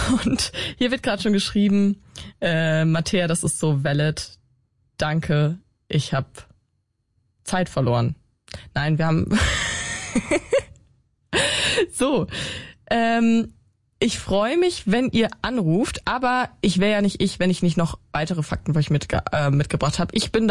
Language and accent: German; North Rhine-Westphalia, Germany; Ich komme aus NRW